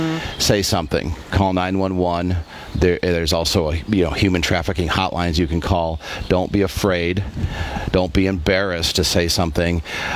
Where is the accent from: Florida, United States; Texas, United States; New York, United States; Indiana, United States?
Indiana, United States; I'm from Northwest Indiana.